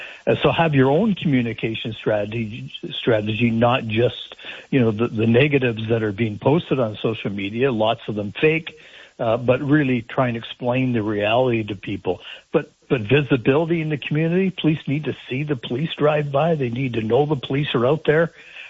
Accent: Sault Ste. Marie, Ontario, Canada; I grew up in Sault Ste. Marie

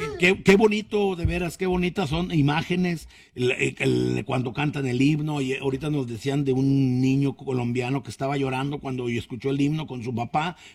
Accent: Mexico; En el fútbol mexicano no tenemos un proyecto

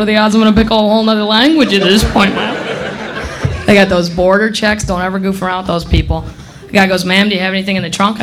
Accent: Midwest, United States; So I did move to Los Angeles 2 days before the big earthquake. Whew, that was not in the brochure. I'm from the Midwest.

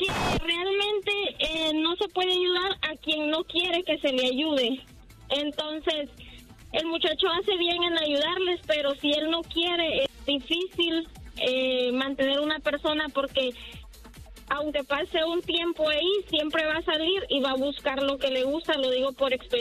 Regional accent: Santa Bárbara, Honduras; now in Denver, United States; Soy de Santa Bárbara, Honduras.

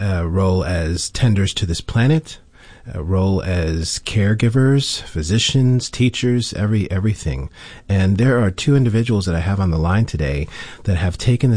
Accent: New York City, New York, United States; now in Florida, United States; So, and I'm from Queens

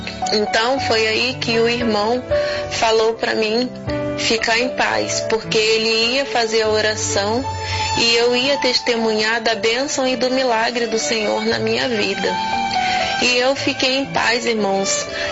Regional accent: Paraná, Brazil; eu sou aqui do Paraná.

